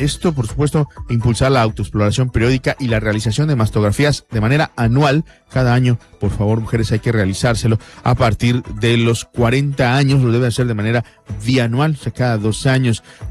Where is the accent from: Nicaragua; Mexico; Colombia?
Mexico; al menos como mexicanos tenemos a veces un poco de desidia